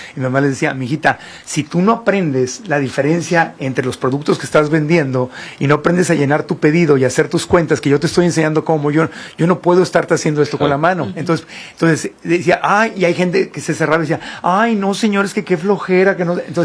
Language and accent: Spanish; Tijuana, Baja California, Mexico; Porque yo me acuerdo, yo nací y crecí en Tijuana, le mando un abrazo con mucho cariño a la gente de Tijuana.